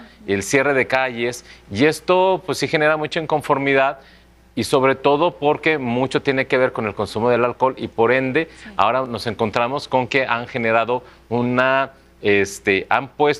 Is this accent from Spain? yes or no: no; Mexico